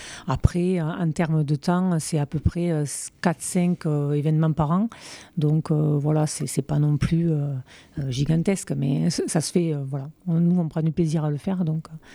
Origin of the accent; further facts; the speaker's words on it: Cahuzac, France; parce que quand on est habitant de Cahuzac de toujours, ce qui est mon cas, nous, ça a toujours été Cahu ici, on appelait notre village Cahu